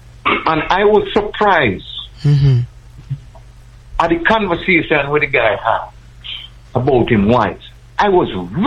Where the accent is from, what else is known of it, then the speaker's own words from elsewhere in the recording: Jamaica; I'm a Jamaican man.